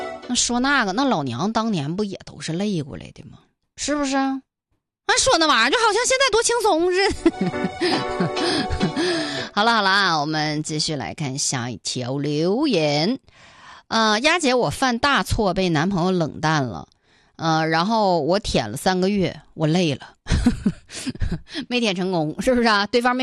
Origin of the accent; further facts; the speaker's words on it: Northeast China, China; accent: Northeastern dialect; 跟我们东北话说就是图啥呀